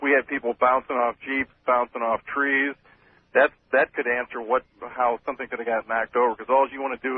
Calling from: St. Louis, Missouri, United States; I'm calling from St. Louis.

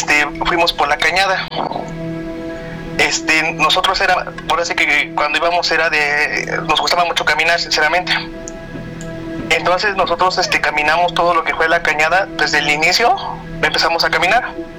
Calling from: Mexico City, Mexico; desde la Ciudad de México.

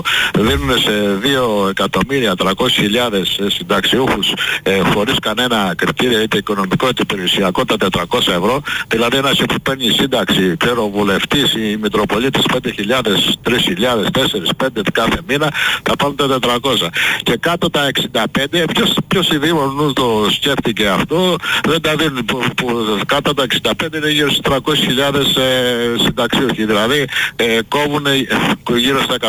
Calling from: Patras, Western Greece, Greece; είμαι έξω από την Πάτρα, εντάξει, είμαι σε ένα... στις παρυφές ενός ωραίου

